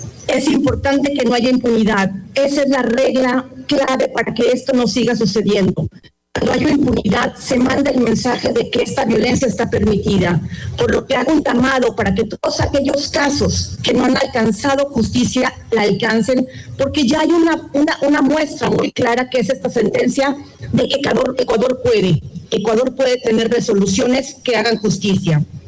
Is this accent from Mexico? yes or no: yes; Mexico; Imagínense en un caso de mi propio país, el caso Alvarado Espinosa contra México.